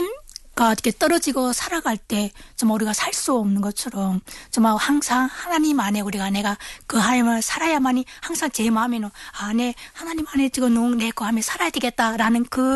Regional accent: North Hamgyong, North Korea; now in South Korea; 남한 정착한 지 2개월 된 함경북도에서 온

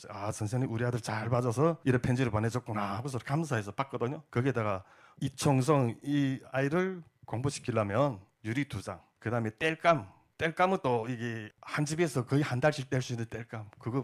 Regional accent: North Korea; now in South Korea; 야 이거 북한에서 태어난 거 왜 이렇게 후회되고

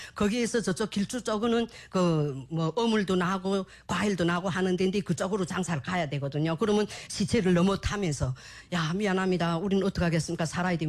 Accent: Hamhung, South Hamgyong, North Korea; moved away as an adult; now in South Korea; 저는 북한에서 55년을 살다가 한국에 온 지 지금 10년째입니다. 꼭 10년 되었어요.

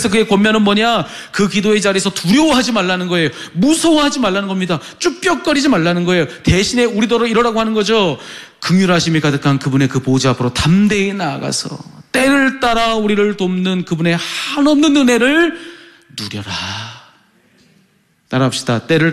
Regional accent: South Korea; 저 한국 사람입니다.

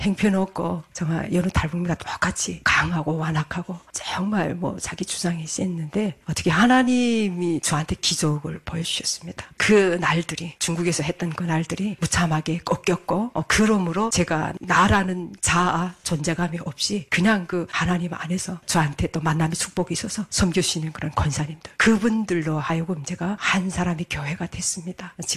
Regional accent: North Korea; now in South Korea; 아, 그래서 내가 나는 북한에서 왔다고 이랬어요.

